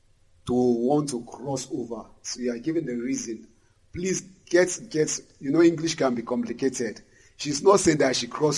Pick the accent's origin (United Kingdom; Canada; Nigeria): Nigeria; Lagos; I said, I'm an artist from Lagos.